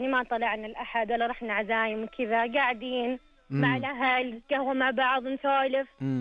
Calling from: Al Quwayiyah, Riyadh Province, Saudi Arabia; من القوعية.

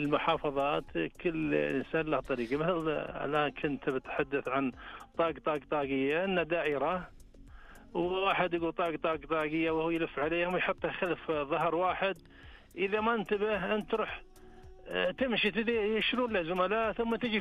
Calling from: Hotat Bani Tamim, Riyadh Province, Saudi Arabia; انا من محافظه حوطه بني تميم

